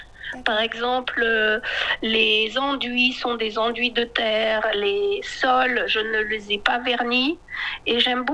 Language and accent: French; France; Donc, moi, ce que je suis, c'est j'ai beaucoup voyagé au Yunnan, mais je suis française.